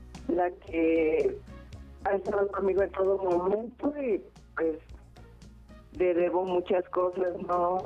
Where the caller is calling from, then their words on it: Mexico; Aquí en Coatzacoalcos